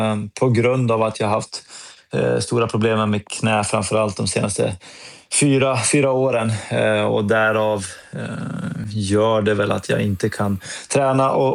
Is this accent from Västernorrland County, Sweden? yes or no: yes; Härnösand, Västernorrland County, Sweden; moved away; drömmarna startade tidigt i Härnösand